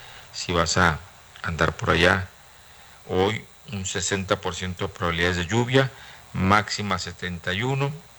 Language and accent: Spanish; Ciudad Juárez, Chihuahua, Mexico; les dije que soy de Juárez.